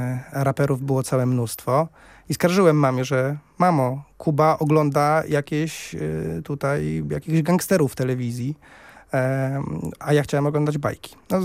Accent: Śrem, Greater Poland Voivodeship, Poland; w moim rodzinnym Śremie

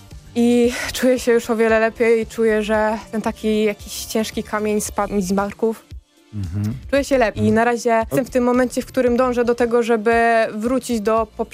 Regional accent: Chełm, Lublin Voivodeship, Poland; wróciłam z powrotem do mojego rodzinnego miasta

